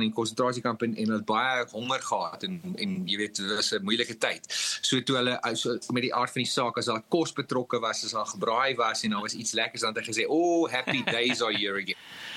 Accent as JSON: {"language": "Afrikaans", "town": "George", "region": "Western Cape", "country": "South Africa", "tie": "born or raised there", "moved": "as an adult", "said": "ek het groot geword in George, in die Suid-Kaap. Ek het daar skool gegaan en ek was in Uitenikwa. En dis omtrent dit, ja, ek het maar my kinderjare daar spandeer."}